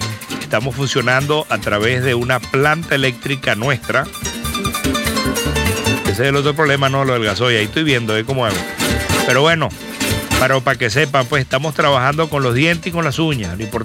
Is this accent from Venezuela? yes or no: yes; San Carlos, Cojedes, Venezuela; Así se canta en mi tierra, desde acá, desde San Carlos, capital del estado Cojedes, para toda Venezuela y el mundo.